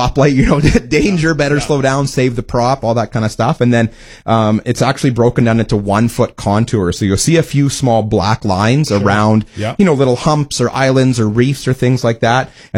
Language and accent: English; Wawota, Saskatchewan, Canada; one of my first jobs as a kid growing up in Wawota, Saskatchewan. So I grew up in the southeast